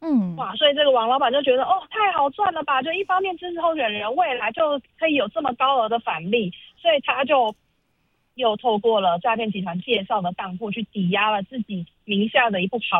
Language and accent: Chinese; Taiwan; 因为就是我们台湾人太喜欢讨论政治议题了